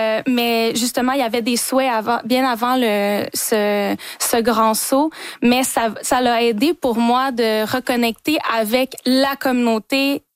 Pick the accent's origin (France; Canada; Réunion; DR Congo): Canada; New Brunswick; also born or lived in Montreal, Canada; présenter Wasebegook au-delà des montagnes dans ma propre communauté, aussi dans les autres communautés du Nouveau-Brunswick, de ma nation.